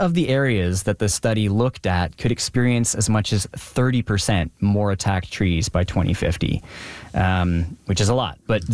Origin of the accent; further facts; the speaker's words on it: Prince George, British Columbia, Canada; my hometown of Prince George